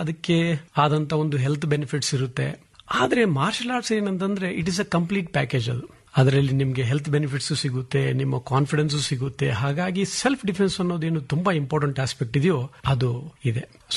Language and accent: Kannada; Hubballi, Karnataka, India; moved away as an adult; also born or lived in Dharwad; now in Bengaluru, India; ನನ್ನ ಊರು ಹುಬ್ಬಳ್ಳಿ, ವಿದ್ಯಾಭ್ಯಾಸ ಎಲ್ಲ ಆಗಿರೋದು ಹುಬ್ಬಳ್ಳಿಯಲ್ಲಿ